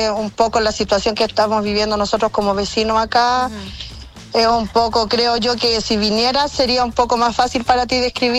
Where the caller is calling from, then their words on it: Chile; Como chilena que soy y vivo acá.